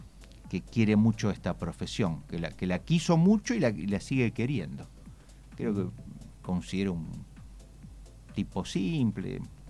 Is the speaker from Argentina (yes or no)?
yes; San Lorenzo, Santa Fe, Argentina; also born or lived in Rosario; Yo nací en Rosario, pero mis padres vinieron cuando yo tenía 4 años y se radicaron en San Lorenzo, a los 4 años. Mi pasado en Rosario no lo recuerdo.